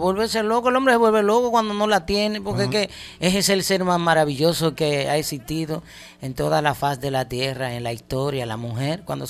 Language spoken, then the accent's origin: Spanish; Nagua, María Trinidad Sánchez, Dominican Republic; Sí, en Nagua. Yo soy de Nagua, sí.